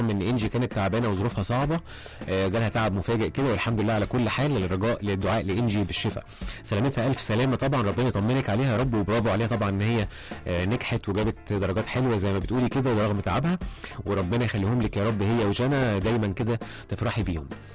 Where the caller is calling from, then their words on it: Alexandria, Alexandria Governorate, Egypt; من اسكندريه.